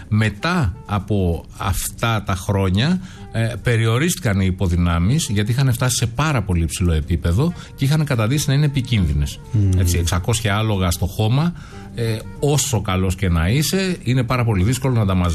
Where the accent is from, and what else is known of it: Greece